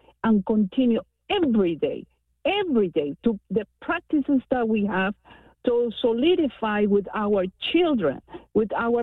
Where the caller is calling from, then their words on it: United States; So thank goodness I'm American in a very civilized neighborhood.